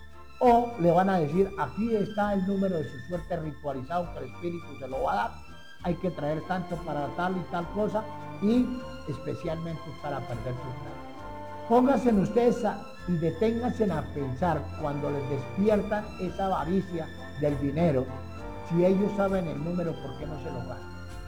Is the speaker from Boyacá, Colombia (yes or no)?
yes; Aquitania, Boyacá, Colombia; yo soy de Aquitania